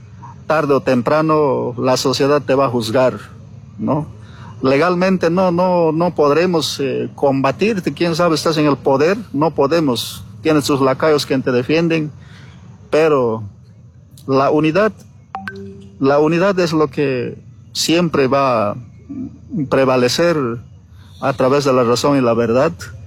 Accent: Bolivia; como originarios, como bolivianos

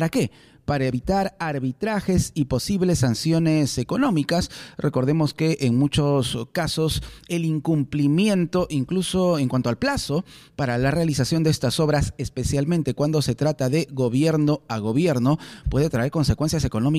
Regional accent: Peru; Como peruanos responsables, hay que esperar con paciencia y respetar, obviamente, los resultados que van a ser determinados tras el conteo al 100%.

